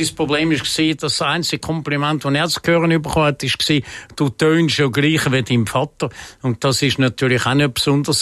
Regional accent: Winterthur, Zurich, Switzerland; Also ich bin da in Winterthur aufgewachsen.

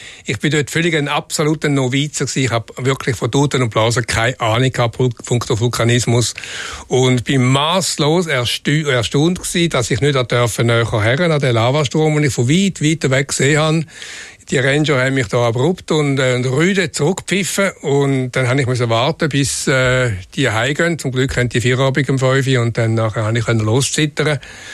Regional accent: Switzerland; Aber natürlich an sich als Schweizer ist es nicht gerade naheliegend

